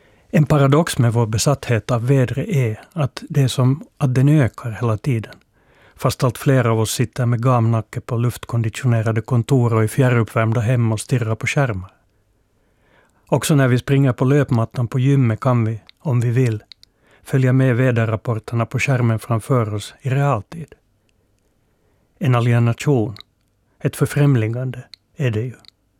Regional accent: Helsinki, Uusimaa, Finland; accent: Finland Swedish; I Helsingfors, som jag kommer ifrån

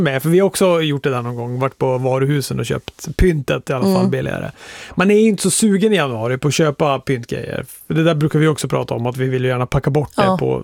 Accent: Luleå, Norrbotten County, Sweden; moved away; Jag var ju hemma i Luleå nu, var jag hos min mamma.

